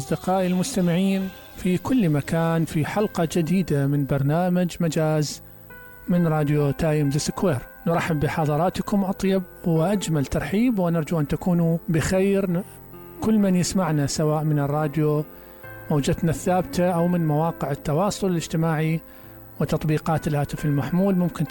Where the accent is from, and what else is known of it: Iraq